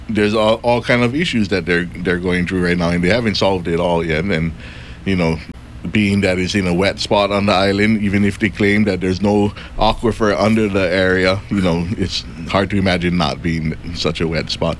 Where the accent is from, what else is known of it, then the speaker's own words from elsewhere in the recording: Kauai, Hawaii, United States; being born and raised on Kauai